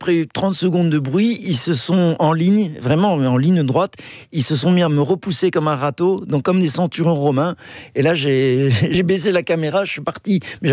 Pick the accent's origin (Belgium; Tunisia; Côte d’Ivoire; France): Belgium; je suis belge